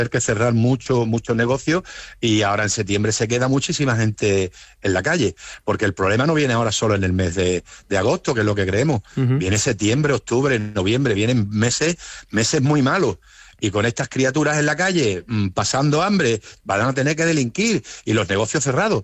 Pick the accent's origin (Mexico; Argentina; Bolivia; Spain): Spain; Porque somos españoles, pero somos españoles de una calidad de primera.